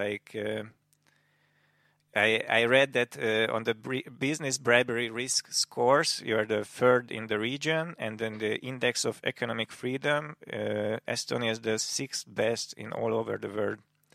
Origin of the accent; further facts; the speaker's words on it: Győr, Győr-Moson-Sopron, Hungary; English is a second language; Yeah, it's quite similar in Hungary. I grew up in Győr on the countryside in a quite big city, but like Budapest is more than 10 times as big